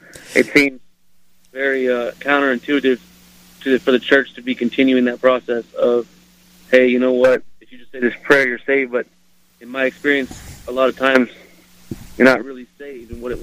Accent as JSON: {"language": "English", "town": "Amarillo", "region": "Texas", "country": "United States", "said": "My question, I'm from Amarillo."}